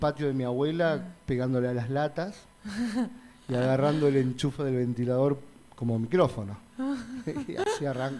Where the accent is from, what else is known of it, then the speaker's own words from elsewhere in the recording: Guatimosín, Córdoba, Argentina; born there; also born or lived in Rosario; Yo nací en la localidad de Guatimosín, que queda al sudeste de la provincia de Córdoba, casi al límite provincial con Santa Fe. Que, bueno, lo más cerca que tenemos ahí como para una referencia es Venado Tuerto. Uh-huh. Pero, bueno, Guatimosín queda al lado de Córdoba